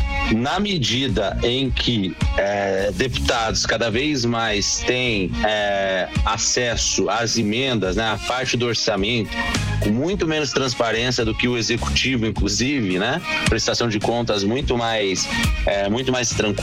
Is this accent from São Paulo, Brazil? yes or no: yes; São Paulo, Brazil; o Rio de Janeiro, ele, se eu comparo com São Paulo de onde eu, com São Paulo de onde eu sou, a gente não tem essa Assembleia Legislativa tão movimentada como a do Rio de Janeiro